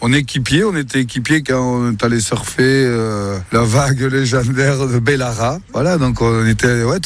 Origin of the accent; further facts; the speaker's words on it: Boucau, Nouvelle-Aquitaine, France; je suis de Boucau, je surfe au Boucau depuis les années 1970.